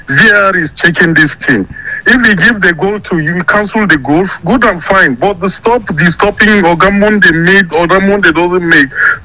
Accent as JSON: {"language": "English", "region": "Enugu State", "country": "Nigeria", "said": "That is what even my village team, Rangers International, because I'm from Enugu, I'm from Nkanu East."}